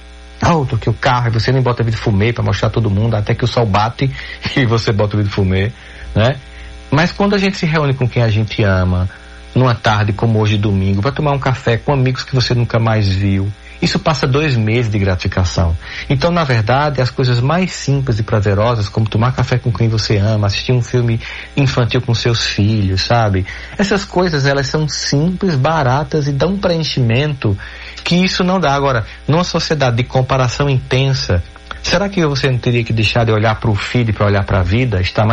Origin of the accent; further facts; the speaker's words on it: Paraíba, Brazil; mas eu fazia de Campina Grande, porque eu sou paraibano.